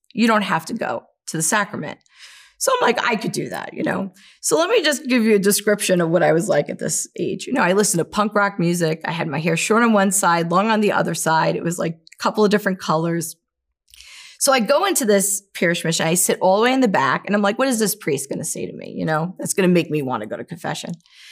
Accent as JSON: {"language": "English", "region": "New York", "country": "United States", "said": "I'm from New York. We don't hug each other"}